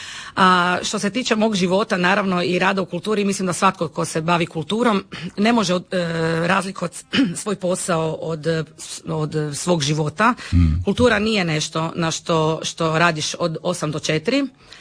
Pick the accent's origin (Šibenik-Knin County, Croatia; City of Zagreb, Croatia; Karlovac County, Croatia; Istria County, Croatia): Istria County, Croatia; Pula; Odrasla sam, rođena sam u Puli i tu sam odrasla.